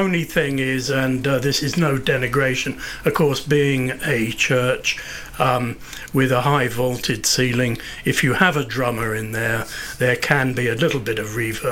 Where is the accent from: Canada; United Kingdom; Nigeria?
United Kingdom; Taunton, South West England; also born or lived in Devon; Well, 69, I grew up in Somerset, but I'm actually a Devon boy. And I grew up in Taunton in Somerset.